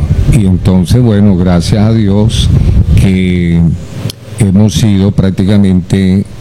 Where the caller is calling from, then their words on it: Caracas, Capital District, Venezuela; de acá como venezolano le envío las gracias